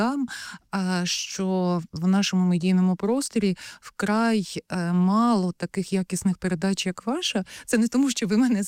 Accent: Kyiv, Ukraine

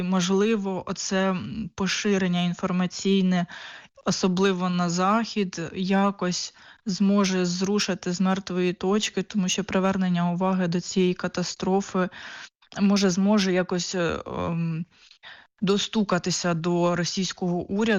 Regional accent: Poltava, Poltava Oblast, Ukraine; особливо в тій частині України, де знаходжуся я з Полтави.

